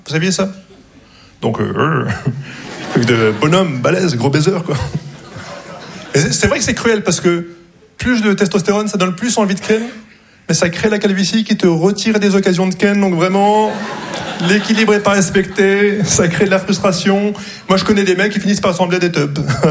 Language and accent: French; Morocco